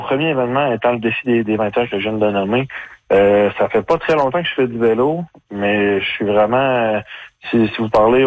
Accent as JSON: {"language": "French", "area": "Baie-Comeau", "region": "Quebec", "country": "Canada", "said": "Moi, je suis d'Écomo, en fait."}